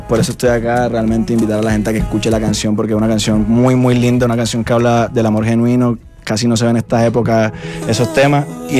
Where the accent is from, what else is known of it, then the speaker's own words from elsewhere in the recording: Caribbean Region, Colombia; la diferencia entre tú y yo es que tú eres un cachaco con pipí y yo soy un costeño con mondad.